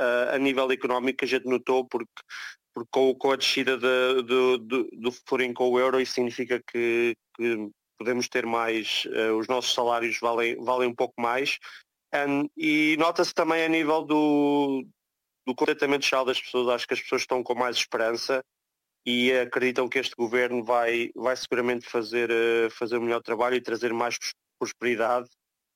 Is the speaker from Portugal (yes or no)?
yes; Portugal; now in Hungary; Mas como português que sou, acho que prefiro as portuguesas.